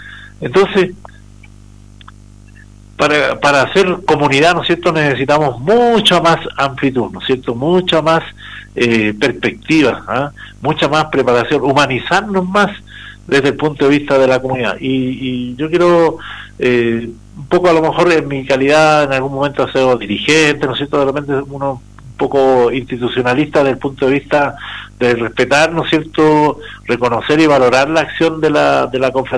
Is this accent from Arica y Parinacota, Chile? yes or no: yes; Arica, Arica y Parinacota, Chile; somos ariqueños, amamos Arica, ¿no es cierto? … pero claro, hoy día ser ariqueño es, también es ser pacha, también es ser de los Andes.